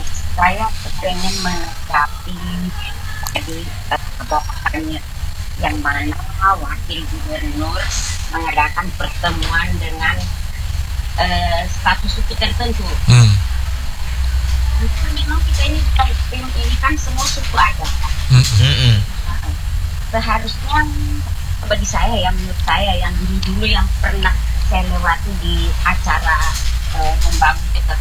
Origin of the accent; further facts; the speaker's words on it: East Kalimantan, Indonesia; Karena kami ini dari Kaltim ini bukan cuma satu suku